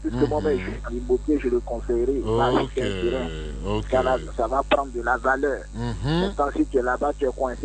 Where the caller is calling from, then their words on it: Abidjan, Côte d’Ivoire; j'appelle depuis le Vallon.